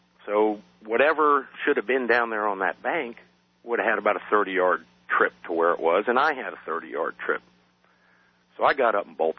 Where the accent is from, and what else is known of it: New York, United States; born or raised there